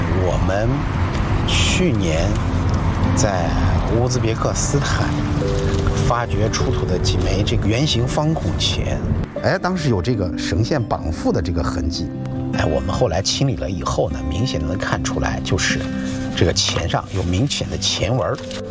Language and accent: Chinese; China; 我中国人